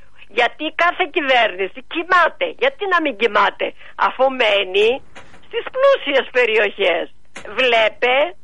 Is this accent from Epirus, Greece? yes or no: yes; Metsovo, Epirus, Greece; ή εδώ στην πατρίδα μου στο Μέτσο